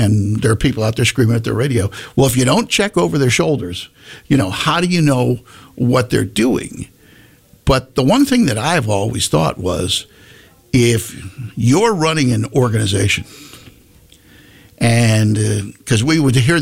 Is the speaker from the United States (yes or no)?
yes; Connecticut, United States; also born or lived in Maryland; now in Virginia, United States; where I grew up in Connecticut, you did not have counties, so to speak. You had areas, but they all kind of blended together. And then I lived in Maryland